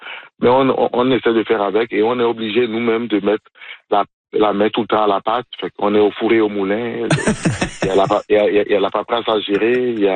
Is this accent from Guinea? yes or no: no; Benin; now in Canada; de mon pays d'origine, du Bénin.